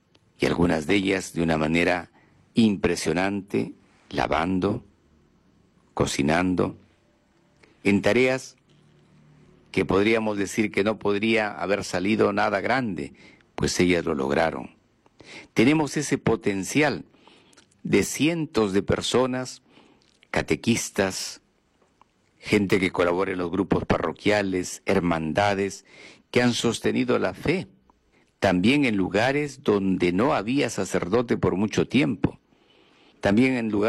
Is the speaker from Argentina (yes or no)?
no; Peru; soy peruano y dentro de mi identidad está el amor a Cristo y el amor a la Virgen Santísima